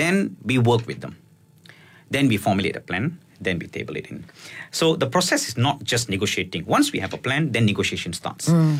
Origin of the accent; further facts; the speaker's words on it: Malaysia; we as Malaysian